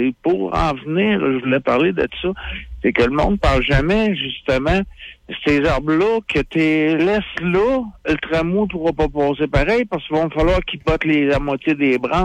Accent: Quebec City, Quebec, Canada; J'étais un gars de la rive sud, mais j'ai grandi à Québec.

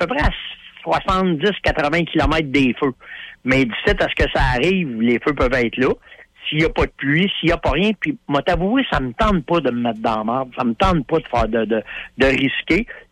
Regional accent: Canada; Puis il disait where you from, tu sais, ben je viens du Canada, tu sais.

